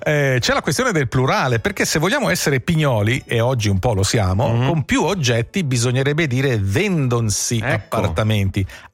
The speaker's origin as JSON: {"language": "Italian", "region": "Ticino", "country": "Switzerland", "said": "dalle nostre parti tende a essere sonora, quindi noi tendiamo a dire vendesi"}